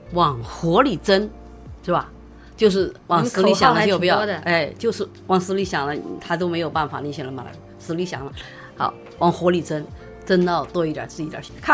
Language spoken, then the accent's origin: Chinese; Chongqing, China; accent: Chongqing dialect